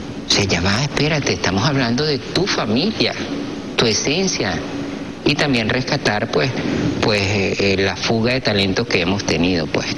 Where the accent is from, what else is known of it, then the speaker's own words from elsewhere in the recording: Venezuela; es la razón de existencia de un país que somos nosotros, todos los venezolanos.